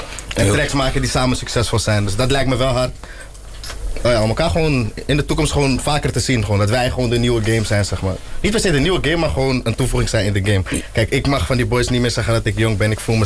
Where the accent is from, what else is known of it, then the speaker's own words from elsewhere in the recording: Amsterdam, North Holland, Netherlands; Ikzelf, ik kom van Amsterdam-West.